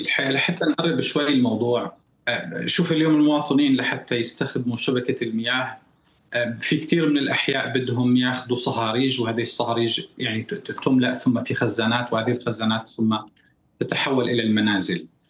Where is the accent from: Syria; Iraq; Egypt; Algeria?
Syria; فاذا نحن محتاجين اشياء من قبلنا نفسنا كسوريين